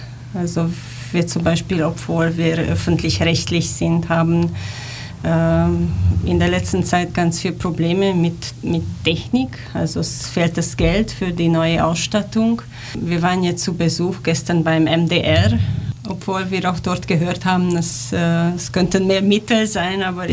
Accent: Romania; German is a second language; Ich selbst komme aus Rumänien

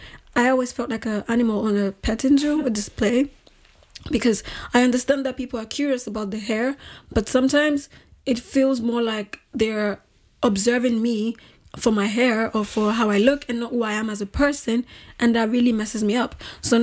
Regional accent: Nigeria; moved away; I grew up in Nigeria. I wasn't black until I moved out of Nigeria. I was just

